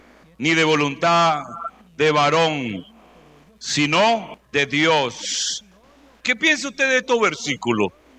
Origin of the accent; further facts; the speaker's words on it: Barquisimeto, Lara, Venezuela; born there; A los tantos días de tal mes, que fue en septiembre, el 7 de septiembre, nació en la ciudad de Barquisimeto X.